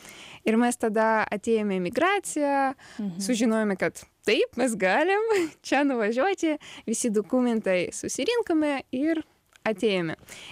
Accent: Ukraine; Lithuanian is a second language; moved away as an adult; now in Lithuania; Aš gimiau Ukrainoje, daug laiko ten gyvenu

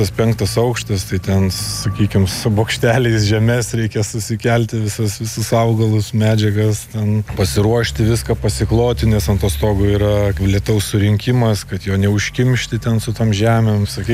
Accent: Kaunas County, Lithuania; Augau gamtoj, ten Kauno rajone, prie pat marių, tai ten visą laik būdavau gamtoj.

